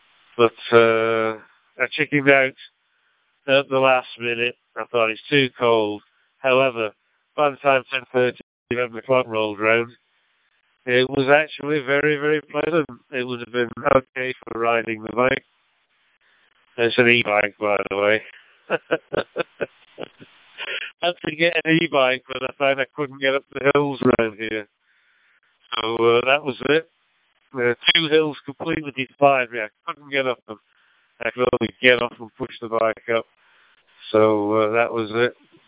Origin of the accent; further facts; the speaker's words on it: North West England, United Kingdom; now in Australia; I'm not from the city of Manchester. I'm a good bus ride away, closer to Rochdale and Bury and Oldham. That would be closer to where I used to live, but I used to live in a smaller township between that lot.